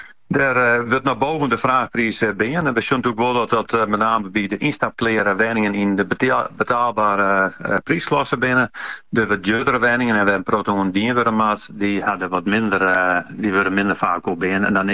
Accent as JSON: {"language": "Dutch", "region": "Friesland", "country": "Netherlands", "said": "Nee, we zijn Fries natuurlijk al een beetje hoos."}